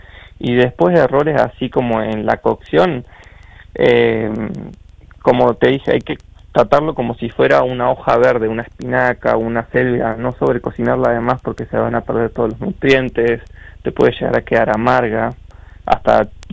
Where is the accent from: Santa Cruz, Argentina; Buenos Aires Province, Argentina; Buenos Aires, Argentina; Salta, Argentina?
Santa Cruz, Argentina; Puerto Deseado; moved away as an adult; also born or lived in Neuquén / Córdoba; soy de Puerto Deseado. Tengo 31 años